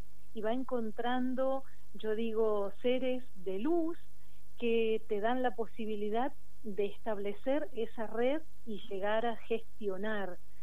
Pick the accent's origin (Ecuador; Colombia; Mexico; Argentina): Argentina; El Mirasol, Chubut; finalmente llegué un día a la escuela 118 de El Mirasol, mi pueblo amado, le digo yo. En este lugar tuve, me emociono cada vez que hablo de ello, tuve la oportunidad de crecer, de estrechar lazos, de construir vínculos